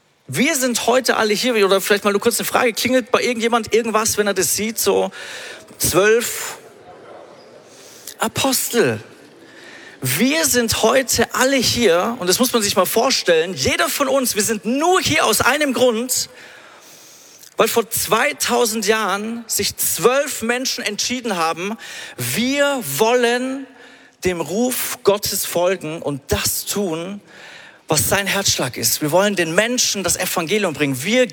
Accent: Munich, Bavaria, Germany; ich bin aus München

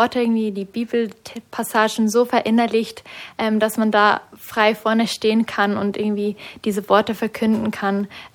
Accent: Switzerland; accent: Swiss German; first language Swiss German; German is a second language; auch gerade weil es noch Hochdeutsch ist und meine Muttersprache eigentlich Schweizerdeutsch ist.

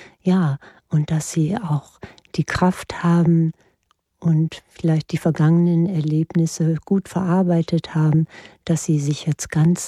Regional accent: Nordhorn, Lower Saxony, Germany; an der Stimme, weil ich komme ja auch aus Nordhorn. Irgendwie hört man das dann, finde ich.

